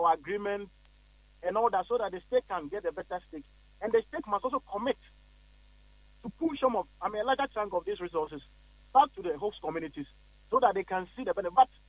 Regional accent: Ghana

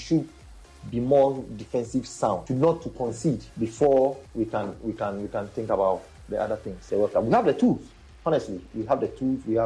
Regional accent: Ghana; Me as a Ghanaian now

